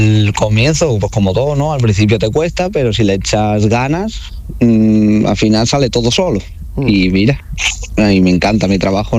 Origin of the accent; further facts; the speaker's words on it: Valladolid, Castile and León, Spain; como yo soy de Valladolid, pues dicen de Madrid, dicen de por ahí por la zona